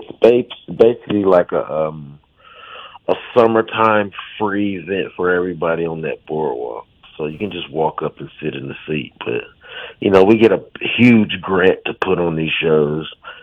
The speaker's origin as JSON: {"language": "English", "country": "United States", "tie": "born or raised there", "said": "I grew up in Logan County, so I grew up on"}